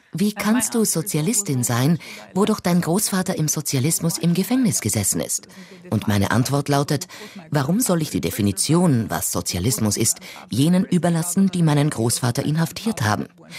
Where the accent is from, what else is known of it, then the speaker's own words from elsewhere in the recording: Albania; Ich stamme selbst aus Albanien, aber was mir fehlt, wenn ich zurück nach Albanien komme, ist eine kritische Sichtweise auf die EU.